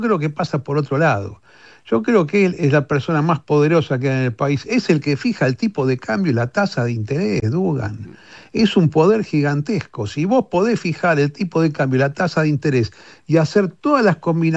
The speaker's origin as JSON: {"language": "Spanish", "country": "Argentina", "moved": "yes", "lives_now": "China", "said": "soy probablemente el argentino más opositor a Caputo en materia de política económica"}